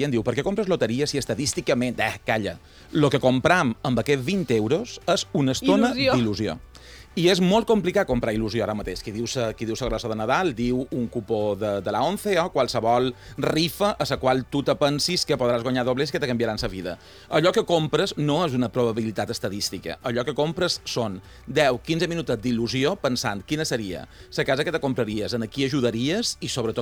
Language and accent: Catalan; Palma, Balearic Islands, Spain; perquè des que m'he mudat no és el meu mercat, jo som de Pere Grau